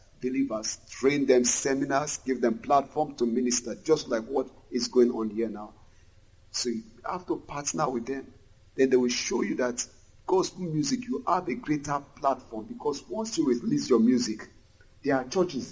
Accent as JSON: {"language": "English", "region": "Lagos", "country": "Nigeria", "said": "I said, I'm an artist from Lagos."}